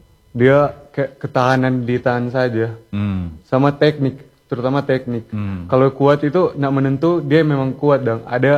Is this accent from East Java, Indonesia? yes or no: no; Tomohon, North Sulawesi, Indonesia; Biasa kita yang ke Tondano, kita kan dari Tomohon. Jadi kita ke Tondano, pergi ke mereka